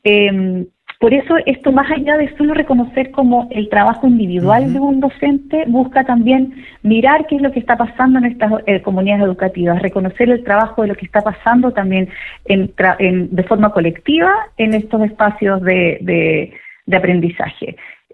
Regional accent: Chile; como chileno nos cuesta a veces reconocer que estamos generando logros

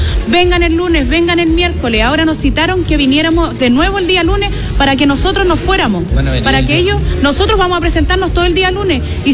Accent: Curicó, Maule, Chile; En total somos 25 personas el grupo de nosotros, 25 personas. Las 25 personas somos de Curicó, la mitad es de la población.

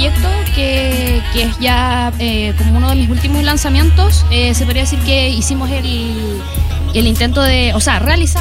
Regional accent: Puerto Williams, Magallanes and Chilean Antarctica, Chile; moved away as an adult; now in Punta Arenas, Chile; Bueno, yo soy de Puerto Williams.

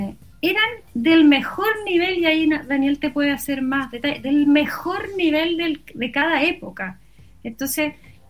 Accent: Chile; cuando descubren que somos chilenos, dicen, ¡yo también soy chileno!

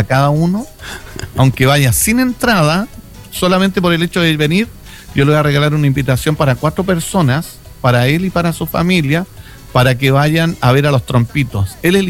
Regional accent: Concón, Valparaíso, Chile; soy de Concón

